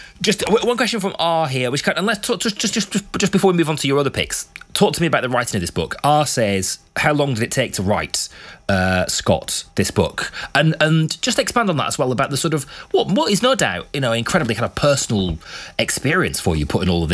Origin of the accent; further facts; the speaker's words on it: Bolton, North West England, United Kingdom; as a sort of young lad growing up in Bolton, around a lot of the same sorts of people